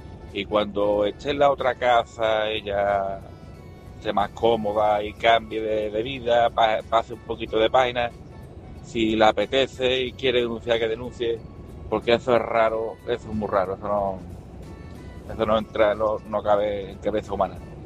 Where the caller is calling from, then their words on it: San Fernando, Cádiz, Andalusia, Spain; corresponsal de Don Fernando Cádiz